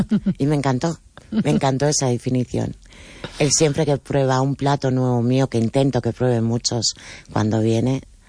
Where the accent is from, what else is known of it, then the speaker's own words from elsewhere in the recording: Moaña, Galicia, Spain; moved away as an adult; also born or lived in Lima, Peru; volví a España, bueno, volví a mi tierra, volví a Galicia, volví a Moaña y volví mayor.